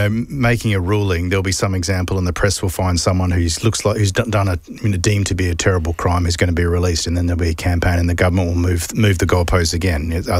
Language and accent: English; Australia; being an Australian